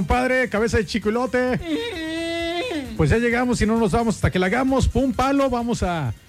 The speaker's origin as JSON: {"language": "Spanish", "country": "Mexico", "said": "como buen mexicano que soy"}